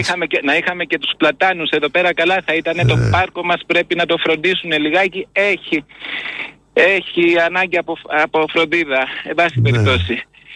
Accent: Athens, Attica, Greece; also born or lived in Tripoli; Ήμασταν τότε στην Τρίπολη που είχα γεννηθεί εγώ. Ναι. Βέβαια μεγάλωσα στην Αθήνα

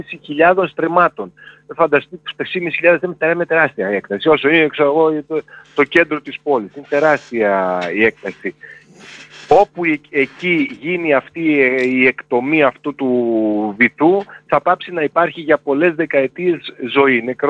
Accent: Thessaloniki, Central Macedonia, Greece; ειδικά εμείς οι Θεσσαλονικείς έχουμε πάει μία φορά τουλάχιστον και έχουμε θαυμάσει εκεί την περιοχή του ποταμού

